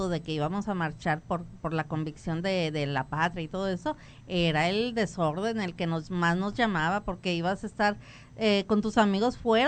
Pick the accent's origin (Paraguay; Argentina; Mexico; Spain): Mexico